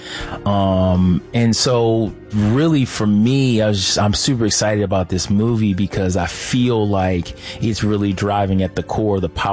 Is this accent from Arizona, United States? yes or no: no; Baltimore, Maryland, United States; I said, "Yes, brother. We both from Baltimore City, and we're from the same neighborhood."